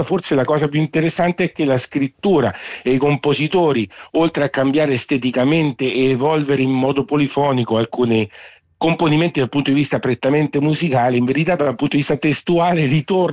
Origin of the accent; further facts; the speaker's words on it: Assisi, Umbria, Italy; born there; Noi che siamo nati ad Assisi